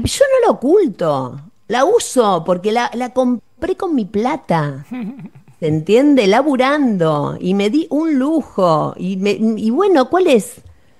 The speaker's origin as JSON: {"language": "Spanish", "region": "Buenos Aires", "country": "Argentina", "tie": "born there", "moved": "yes", "said": "yo nací en Soldati, en una casa pobre."}